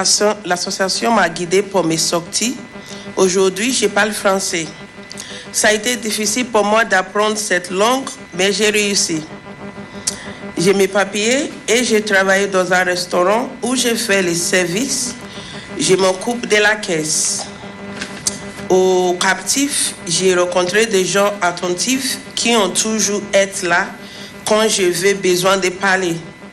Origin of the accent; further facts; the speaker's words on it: Nigeria; moved away; J'ai 31 ans, je viens du Nigeria.